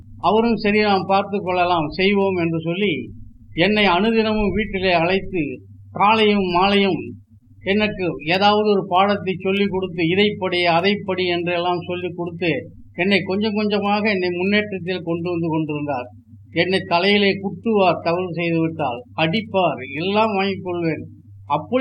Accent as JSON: {"language": "Tamil", "town": "Erode", "region": "Tamil Nadu", "country": "India", "tie": "born or raised there", "said": "என்னுடைய சொந்த ஊர் ஈரோடு. ஈரோட்டிலே பள்ளியிலே படித்தேன்."}